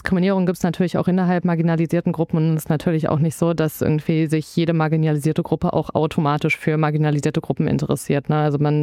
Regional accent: Rhineland, Germany; Ich komme ja aus dem Rheinland

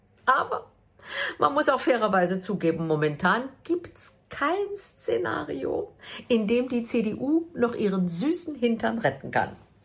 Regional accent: Leipzig, Saxony, Germany; Ich bin ja in Leipzig aufgewachsen, ja? In den Zeiten der ersten deutschen Brandmauer.

